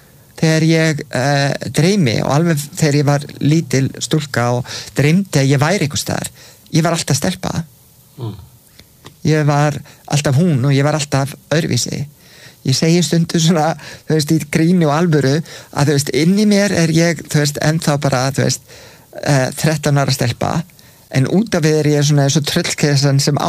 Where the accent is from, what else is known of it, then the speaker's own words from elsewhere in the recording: Reykjavík, Capital Region, Iceland; veturinn þegar ég var allast upp í Breiðholtinu, það var endalausir vetrastormar og allt brjálað.